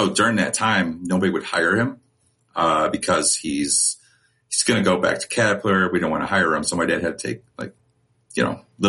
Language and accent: English; Sandwich, Illinois, United States; also born or lived in Serena, Illinois; I grew up in Sandwich, Illinois.